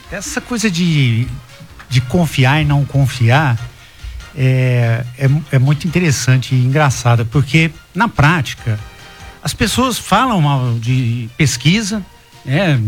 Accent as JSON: {"language": "Portuguese", "town": "São Miguel do Passa Quatro", "region": "Goiás", "country": "Brazil", "said": "São Miguel do Passa Quatro, tem... Minha terra."}